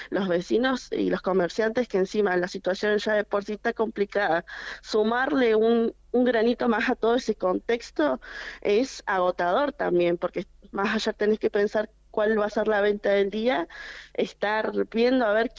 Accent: Caleta Olivia, Santa Cruz, Argentina; No, la verdad, y más para uno que es de acá y vive acá y te preguntan, vas a tal lado, ¿de dónde sos? De Caleta.

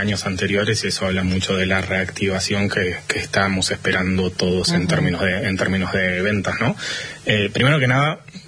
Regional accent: Tierra del Fuego, Argentina; Yo pongo el caso Ushuaia porque soy fueguino y orgulloso

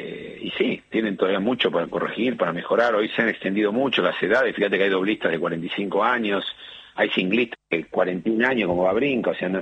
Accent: Argentina; Como decís vos, una emoción no solamente para mí como padre, no, como entrenador, como argentino.

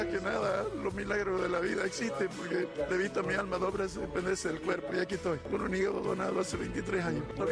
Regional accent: Tafí Viejo, Tucumán, Argentina; Somos de Tafí Viejo, pero empezamos en Tafí del Valle.

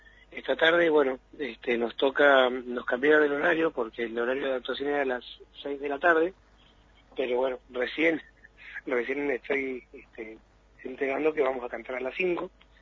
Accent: El Calafate, Santa Cruz, Argentina; a Calafate, mi pueblo, y a Santa Cruz

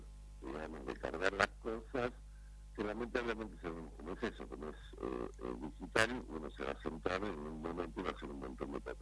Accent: Argentina; nosotros somos argentinos apicultores

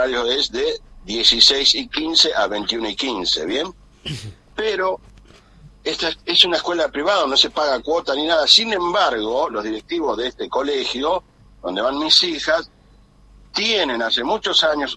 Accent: Salvador Mazza, Salta, Argentina; Pues soy padre, soy ciudadano de Salvador Massa y se me notarán ustedes un poco molesto con esta situación

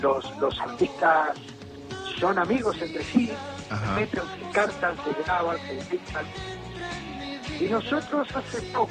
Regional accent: Buenos Aires, Argentina; also born or lived in Córdoba; Sí, yo nací en Córdoba, pero me vine a Buenos Aires con un año y medio.

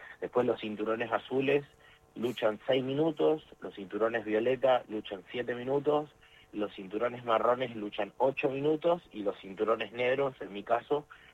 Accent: Tierra del Fuego, Argentina; no dejo de ser fueguino

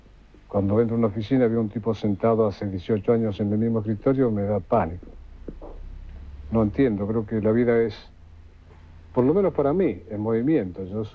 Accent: Berisso, Buenos Aires Province, Argentina; moved away; si no en la misma esquina donde me crié, o donde empecé a criarme, a la esquina de al lado, pero seguramente en Berisso, La Plata

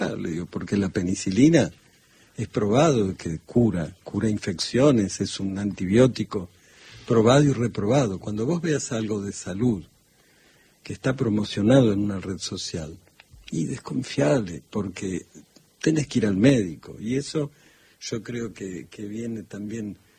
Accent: Argentina; yo soy re argentino, y digo, bueno, este país ha recibido históricamente.

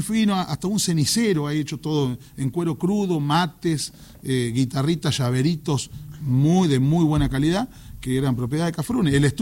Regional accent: Tres Arroyos, Buenos Aires Province, Argentina; also born or lived in Coronel Pringles; Es un lugar que, bueno, me vio nacer Pringles y me vio criarme Tres Arroyos. Y a cada lugar que voy digo que represento a Tres Arroyos, pero que nací en Pringles.

